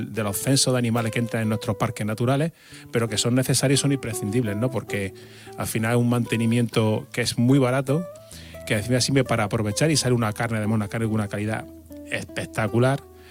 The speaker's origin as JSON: {"language": "Spanish", "town": "Jaén", "region": "Andalusia", "country": "Spain", "moved": "yes", "lives_now": "Almería, Spain", "said": "yo soy de Jaén."}